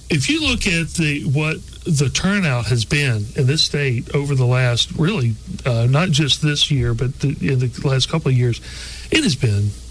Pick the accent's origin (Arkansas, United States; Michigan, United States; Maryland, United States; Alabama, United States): Alabama, United States; Baldwin County; born or raised there; also born or lived in Wiregrass, Alabama